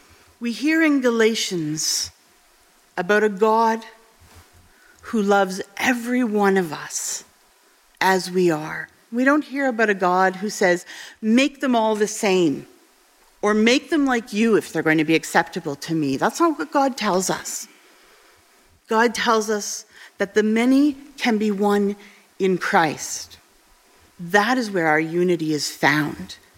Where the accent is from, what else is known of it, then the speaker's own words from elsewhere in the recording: Hamilton, Ontario, Canada; born there; So I was born in June. I was born in June 1973, and I was born in Hamilton.